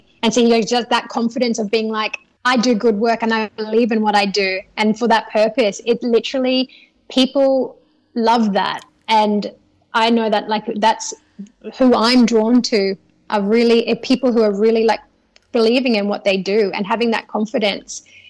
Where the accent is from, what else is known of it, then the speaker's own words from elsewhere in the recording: Western Australia, Australia; we all know, like, growing up in the Kimberleys, sometimes it's hard to really be the one who going after your, like, shining